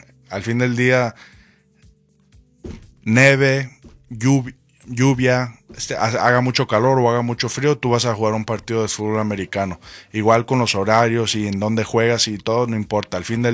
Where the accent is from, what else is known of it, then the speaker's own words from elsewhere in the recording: Mexico; yo siendo mexicano, con padres mexicanos, toda mi familia en México, siempre tuve dos mundos.